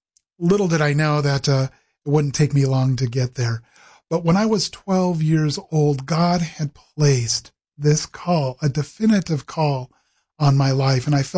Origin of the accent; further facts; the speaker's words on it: Vancouver, Washington, United States; moved away as an adult; also born or lived in Bolivia; Well, I grew up right here in the Pacific Northwest in Vancouver, Washington. I was born and raised there